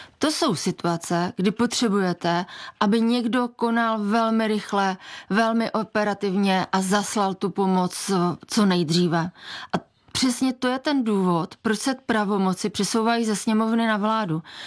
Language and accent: Czech; Moravian-Silesian Region, Czechia; Já jsem z Moravskoslezského kraje, mým městem prošla tak velká povodeň, že jsme měli 80% města zničeného.